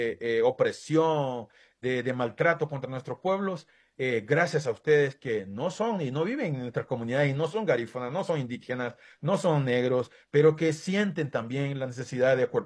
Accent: Iriona, Colón, Honduras; que yo nací allá en Iriona, desde ahí donde mi mamá me enseñó a sembrar yuca, a sembrar coco

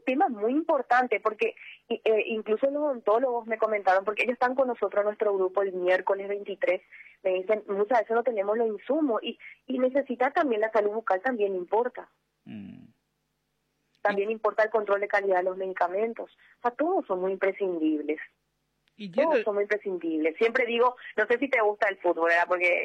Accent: Paraguay; como paraguaya, como mujer paraguaya.

